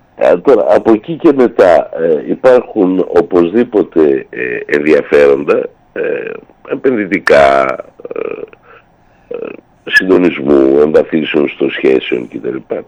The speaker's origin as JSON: {"language": "Greek", "country": "Greece", "said": "σαν Έλληνας"}